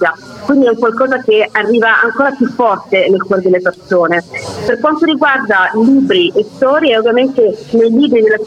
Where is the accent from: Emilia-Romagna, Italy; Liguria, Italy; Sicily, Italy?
Sicily, Italy; e io ti dico, da siciliana